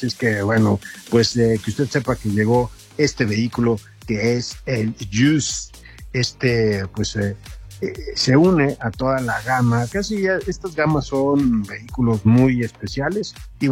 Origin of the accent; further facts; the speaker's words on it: Mexico; nosotros como mexicanos